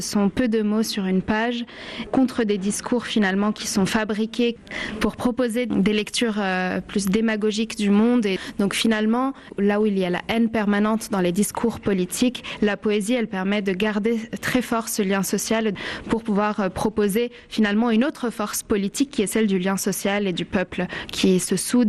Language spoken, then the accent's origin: French; South Lebanon, Lebanon; born or raised there